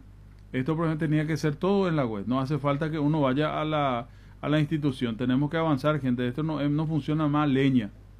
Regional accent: Paraguay; yo soy ciudadano paraguayo

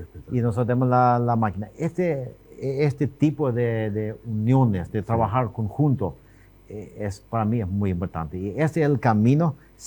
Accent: Paraguay; yo soy paraguayo, o sea, yo voy a quedar en Paraguay. Yo demasiado amo a Paraguay.

